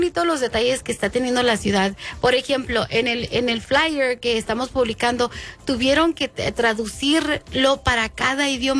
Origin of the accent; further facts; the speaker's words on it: Mexico; now in Albuquerque, United States; nosotros somos mexicanos aquí